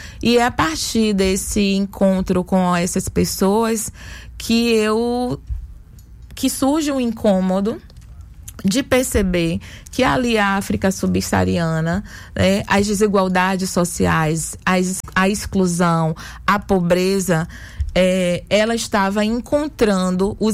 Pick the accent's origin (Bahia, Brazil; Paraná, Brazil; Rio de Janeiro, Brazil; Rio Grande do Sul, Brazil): Bahia, Brazil; Salvador; Eu nasci no Engenho de Brotas.